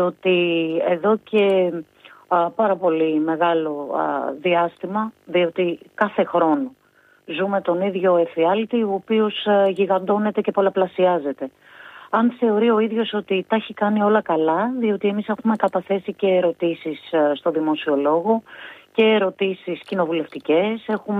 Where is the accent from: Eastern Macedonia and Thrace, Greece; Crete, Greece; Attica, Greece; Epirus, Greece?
Eastern Macedonia and Thrace, Greece; Και θα μου επιτρέψετε και μία αναφορά στον τόπο μου. Η μεγαλύτερη πυρκαγιά την καταγράψαμε πριν δύο χρόνια στον Εύρο.